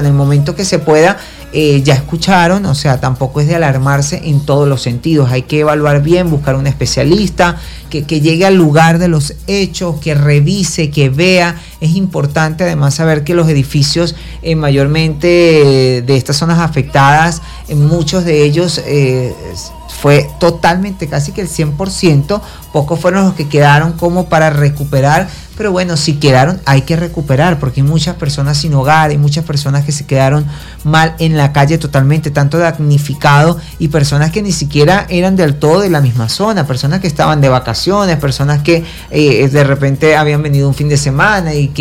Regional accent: Venezuela; somos venezolanos

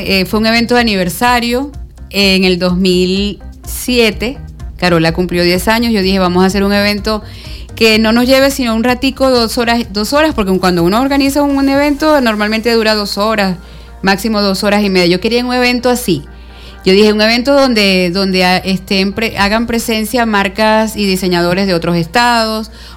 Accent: Táchira, Venezuela; born there; Por circunstancias nací en Tarija, la única gocha de la familia. Entonces tiene toda una razón. Bueno, mis hijos sí también son de acá. Pero yo, todos mis papás, mis abuelos, mis bisabuelos, todos zulianos.

